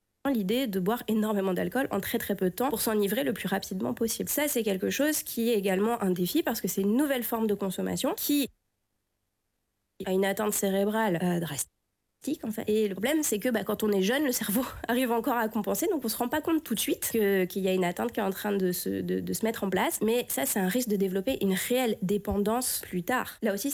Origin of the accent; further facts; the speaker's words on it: France; moved away as an adult; now in Belgium; moi je suis arrivée en Belgique il y a plus de 10 ans, je suis française